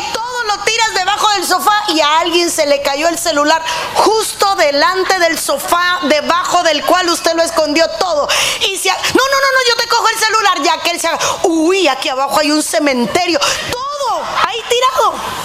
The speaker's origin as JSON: {"language": "Spanish", "country": "Cuba", "moved": "yes", "said": "en mi país, una condena por matar una vaca era más alta que por matar a un ser humano. Si alguien es cubano sabe lo que estoy hablando"}